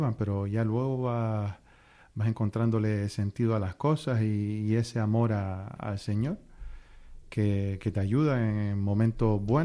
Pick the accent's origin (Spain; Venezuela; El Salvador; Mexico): Spain; Arucas, Canary Islands; Yo soy de Montaña Cardones, de Arucas.